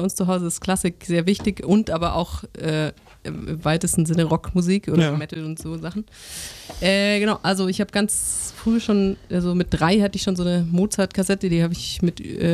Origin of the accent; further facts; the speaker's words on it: Markdorf, Baden-Württemberg, Germany; accent: Alemannic / Swabian mix; now in Leipzig, Germany; Genau, ich war in Schwaben auf der Schule, aber bin in Baden aufgewachsen.